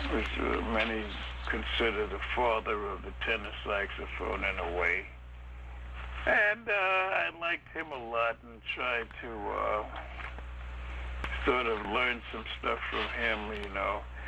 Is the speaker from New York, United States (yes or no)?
yes; New York, United States; I grew up in Harlem in the center of the jazz activity in New York.